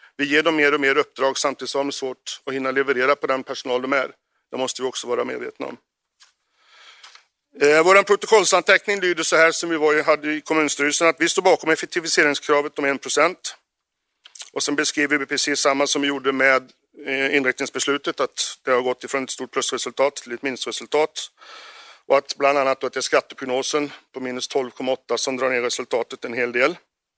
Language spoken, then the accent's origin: Swedish; Arentorp, Västra Götaland County, Sweden; Och jag har lärt mig när jag säger att jag är från Varan. Det är jag ju inte för jag är från Arentorp.